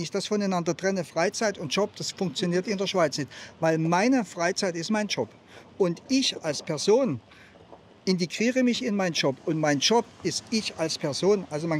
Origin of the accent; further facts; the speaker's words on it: Germany; moved away as an adult; now in Switzerland; Ich bin von Grund her absolut ein Deutscher durch und durch.